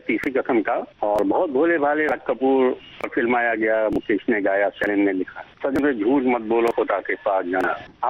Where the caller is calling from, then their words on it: Jhansi, Uttar Pradesh, India; मैं झांसी से बोल रहा हूँ।